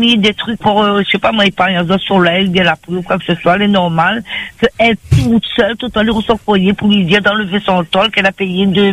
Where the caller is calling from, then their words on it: Réunion; on est réunionnais